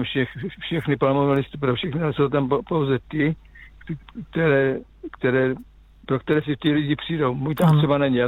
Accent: Žeravice, South Moravian Region, Czechia; born or raised there; also born or lived in Kopřivnice

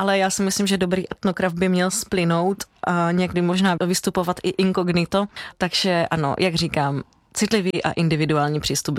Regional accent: South Moravian Region, Czechia; moved away as an adult; now in Olomouc, Czechia; cítím se tady jako doma, miluju Olomouc, už tady žiju téměř dekádu. Ale moje srdce je pořád na Jižní Moravě

